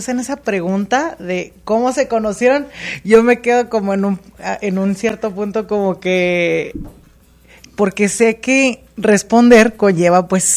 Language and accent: Spanish; Mexico; also born or lived in Tennessee; now in El Paso, United States; yo soy mexicana, pero viví por 20 años en el estado de Tennessee. Entonces, casi 20 años en el estado de Tennessee